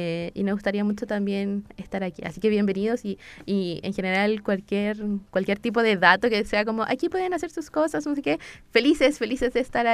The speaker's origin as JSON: {"language": "Spanish", "town": "Santiago", "region": "Santiago Metropolitan Region", "country": "Chile", "said": "yo soy de La Granja. Soy del sector sur de Santiago, un sector sur donde a veces no llega tantas cosas como en otros lados"}